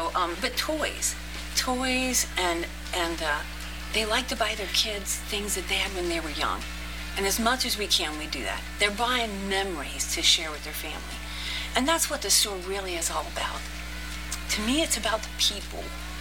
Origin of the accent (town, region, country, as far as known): Harrisville, West Virginia, United States; born or raised there